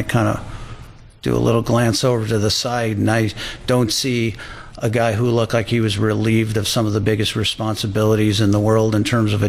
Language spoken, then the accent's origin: English; Hammond, Indiana, United States; born there; moved away; Hammond, Indiana is right next to Gary, East Chicago, where I was born in Chicago, filled with oil refineries and steel mills.